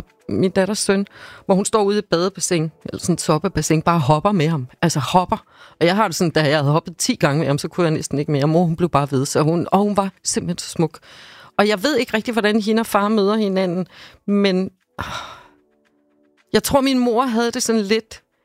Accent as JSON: {"language": "Danish", "town": "Havrebjerg", "region": "Zealand", "country": "Denmark", "tie": "born or raised there", "also_born_or_lived": "Slagelse", "said": "Ja, Eren er fra en lille by, der hedder Havrebjerg, lidt uden for Slagelse, 12 km derude fra."}